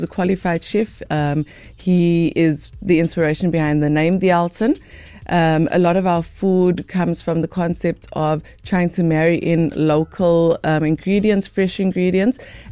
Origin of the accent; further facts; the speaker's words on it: South Africa; As a family, we've always noted that we are not just South African, we're proudly African